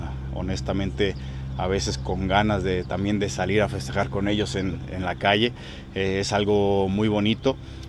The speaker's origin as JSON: {"language": "Spanish", "country": "Mexico"}